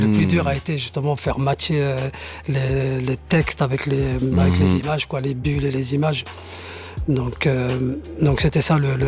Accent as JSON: {"language": "French", "region": "Geneva", "country": "Switzerland", "tie": "born or raised there", "said": "c'est un mec de Plan-les-Ouates, donc il est pas très loin de chez moi. Enfin, de là où j'ai grandi."}